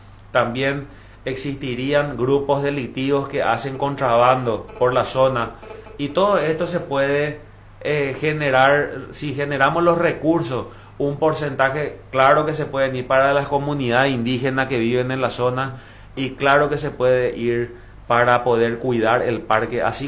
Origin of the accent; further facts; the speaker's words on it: Paraguay; todos somos paraguayos